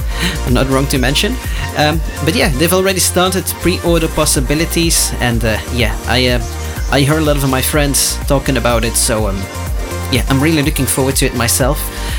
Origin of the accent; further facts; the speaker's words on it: Belgium; and I'm from Belgium, and to be honest, we've grown into it over the past years, into darts